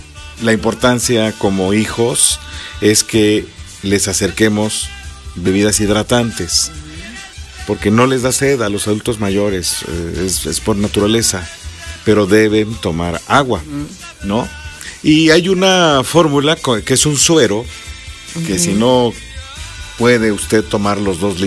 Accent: Cholula, Puebla, Mexico; Soy extranjero de Cholula.

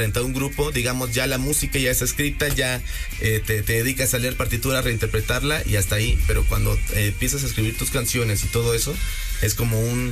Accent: Campeche, Mexico; moved away as an adult

